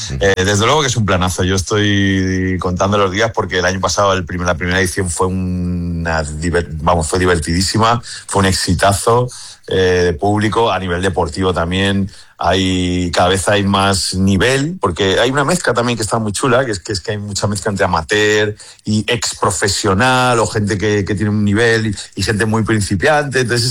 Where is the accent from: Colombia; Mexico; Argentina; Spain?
Spain; Valencia, Valencian Community; soy de Valencia